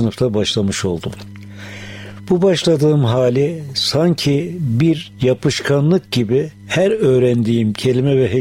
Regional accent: Adana, Turkey; moved away; also born or lived in Istanbul / Ankara; 1939 Adana doğumluyum.

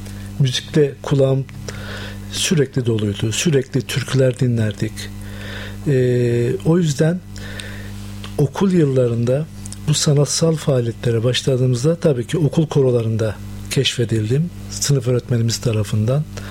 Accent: Erzurum, Turkey; now in Ankara, Turkey; ben 73 Erzurum doğumluyum. Kalabalık bir aile, 8 kardeşli bir ailede büyüdüm.

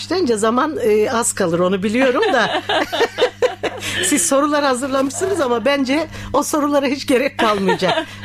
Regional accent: Ankara, Turkey; Ankara'da doğdum.

